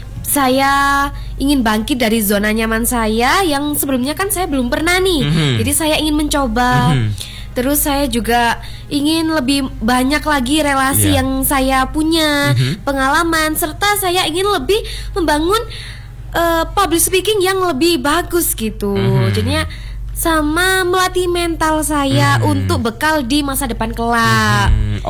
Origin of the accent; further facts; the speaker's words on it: East Java, Indonesia; Asal saya dari Desa Baliarjo, Kecamatan Pagelaran, Kabupaten Malang.